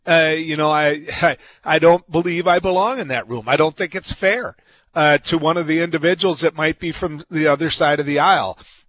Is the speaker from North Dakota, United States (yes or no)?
yes; North Dakota, United States; my home state, representing North Dakota.